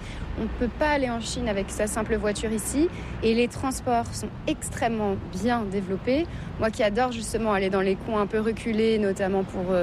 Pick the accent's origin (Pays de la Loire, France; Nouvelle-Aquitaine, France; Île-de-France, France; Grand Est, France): Île-de-France, France; Paris; also born or lived in Detroit, United States; J'ai grandi à Paris.